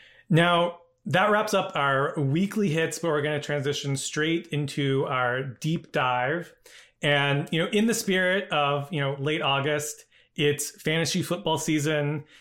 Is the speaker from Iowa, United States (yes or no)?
no; North Carolina, United States; my home state of North Carolina.